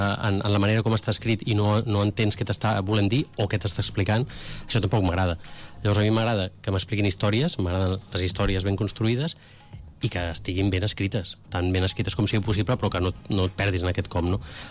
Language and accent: Catalan; Catalonia, Spain; intentar cuidar el català tant com puc arribar, que soc de Baix Llobregat, això no s'ha d'oblidar.